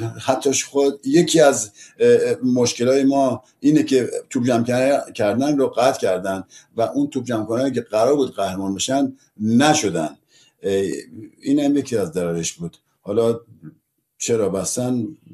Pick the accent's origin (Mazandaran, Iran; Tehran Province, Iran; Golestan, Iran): Tehran Province, Iran; Tehran; moved away; هممون بچه های کارمندای اون ورزشگاه امجدیه بودیم که پدرامون تو امجدیه کار میکردن